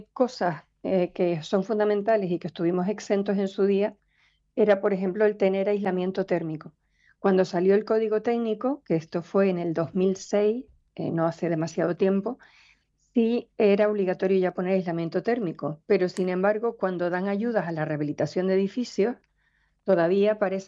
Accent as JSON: {"language": "Spanish", "area": "Tenerife", "region": "Canary Islands", "country": "Spain"}